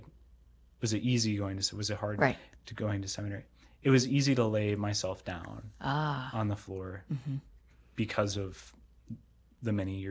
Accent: Eden, United States; moved away; My first Sunday Mass was at home in Eden, my home parish, Sacred Heart.

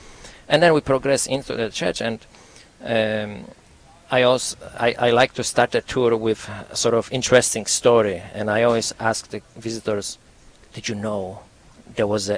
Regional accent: Poland; now in United States; really want to emphasize that, yes, it's a sacramental tour because, you see, we are Catholics, and I grew up in Poland, in a Catholic country. When I arrived to the United States, I get to know many separated brothers or Protestants in a way.

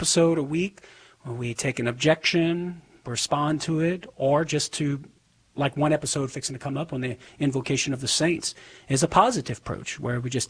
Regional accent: the South, United States; accent: southern; my southern accent.

